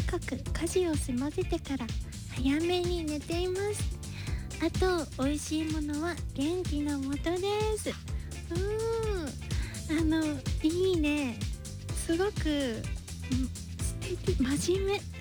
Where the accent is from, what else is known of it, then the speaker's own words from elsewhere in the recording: Tokushima, Japan; moved away; 私四国出身だから、徳島だけど